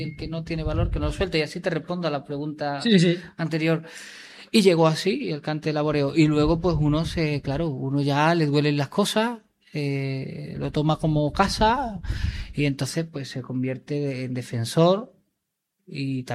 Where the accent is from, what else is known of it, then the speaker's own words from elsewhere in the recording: Galicia, Spain; que no es más que yo soy gallego porque me considero mucha honra